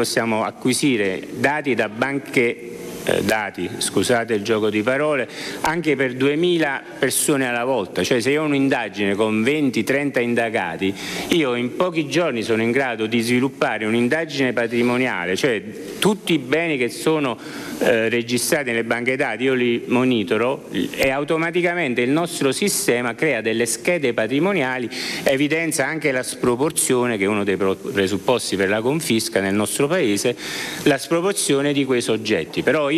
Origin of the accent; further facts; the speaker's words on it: Naples, Campania, Italy; io sono napoletano, quindi facciamo l'esempio, l'esempio della camorra.